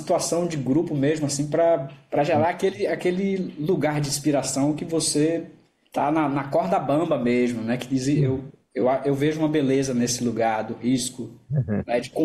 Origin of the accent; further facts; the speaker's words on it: Northeast Region, Brazil; born there; fenômenos que tem no Nordeste. Eu me identifico muito com isso e me coloco à disposição da música do lugar onde eu nasci